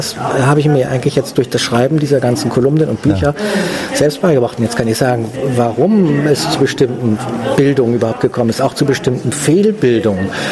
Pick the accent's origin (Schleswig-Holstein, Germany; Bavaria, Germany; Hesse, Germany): Schleswig-Holstein, Germany; born or raised there